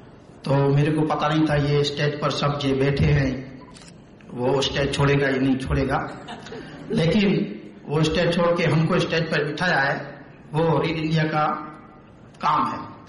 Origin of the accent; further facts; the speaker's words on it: Bhuj, Gujarat, India; मैं गुजरात से आया हूं, कच्छ भुज से।